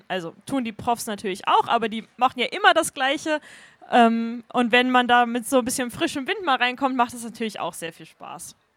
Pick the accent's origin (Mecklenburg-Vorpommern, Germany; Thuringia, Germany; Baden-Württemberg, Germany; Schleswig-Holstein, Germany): Mecklenburg-Vorpommern, Germany; Rostock; ich komme aus Rostock, auch ursprünglich born and raised quasi. Ich war zwischendurch mal ein Jahr weg während der Schulzeit im Ausland und habe dann nach dem Abi aber gedacht, oh, ich will eigentlich echt gerne in Rostock bleiben